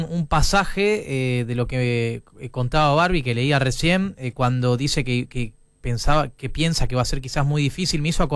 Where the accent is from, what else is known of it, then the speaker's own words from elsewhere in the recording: Argentina; eso muestra el respeto que tiene Messi no solamente por nosotros como argentinos